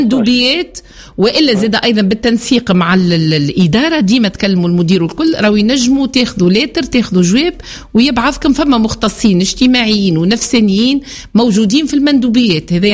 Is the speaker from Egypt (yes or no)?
no; Tunisia; ولاو التوينسا الأصليين اللي عندهم جنسيتهم التوينسا متاعنا، أولاد حومتنا وبنات حومتنا ومن جهاتنا،